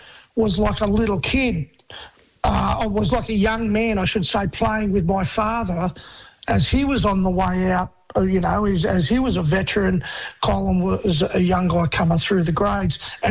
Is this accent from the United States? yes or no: no; Central Coast, New South Wales, Australia; I grew up on the Central Coast.